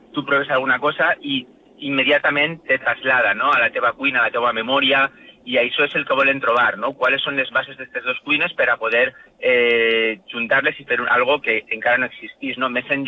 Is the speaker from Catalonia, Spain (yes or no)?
no; Valencian Community, Spain; Jo soc de la terreta, sí, en valencià està perfecte.